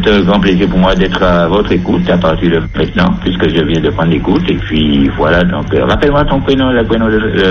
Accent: Le François, Martinique; comme je suis natif natal du François

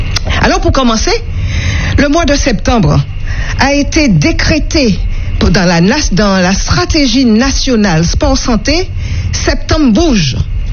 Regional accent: France; Notre monde, c'est notre monde national, puisque nous sommes français.

